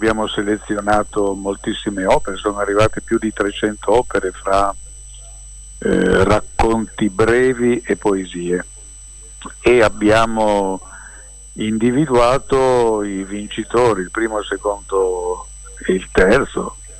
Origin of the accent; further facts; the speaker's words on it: Cuneo, Piedmont, Italy; nella mia città natale a Cuneo